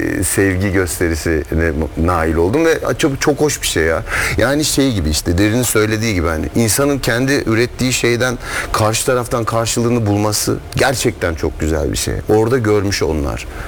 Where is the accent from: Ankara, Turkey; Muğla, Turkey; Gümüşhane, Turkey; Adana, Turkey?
Ankara, Turkey; also born or lived in Eskişehir; now in Istanbul, Turkey; Ankara'da doğup büyümüşüz.